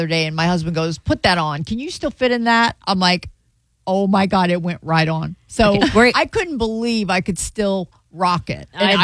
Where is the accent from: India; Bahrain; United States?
United States; Midwest; I grew up in the Midwest.